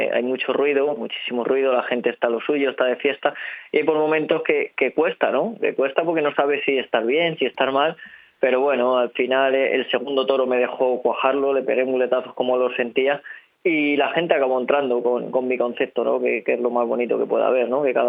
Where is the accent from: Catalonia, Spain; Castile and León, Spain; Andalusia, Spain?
Castile and León, Spain; Salamanca; me hubiera encantado haber estado anunciado en mi casa, en mi tierra, delante de toda mi gente, porque al final Salamanca es donde vivo, donde me levanto día a día.